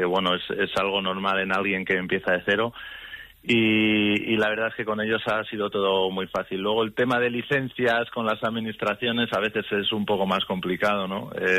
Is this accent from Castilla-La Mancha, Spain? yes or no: yes; Yebra, Castilla-La Mancha, Spain; Pues lo primero que tengo que decir es que soy un enamorado de mi pueblo y poder hacer un proyecto así en mi pueblo para mí es algo increíble. Y luego, pues, perspectivas, pues intentar que la gente conozca Yebra